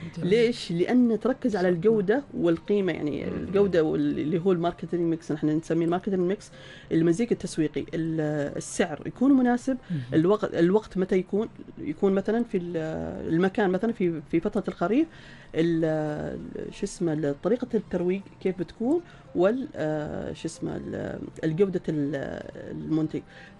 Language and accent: Arabic; Salalah, Dhofar, Oman; عندنا في صلالة